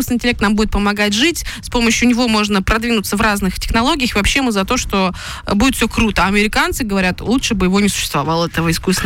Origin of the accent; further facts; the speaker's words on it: Perm Krai, Russia; Я, потому что родом из Пермского края.